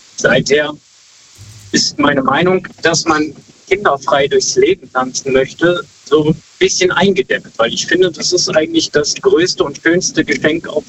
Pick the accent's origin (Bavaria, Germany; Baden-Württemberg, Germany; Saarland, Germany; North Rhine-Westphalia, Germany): North Rhine-Westphalia, Germany; Brüggen; Ich komme aus Brüggen, bin aber quasi unterwegs als Berufskraftfahrer.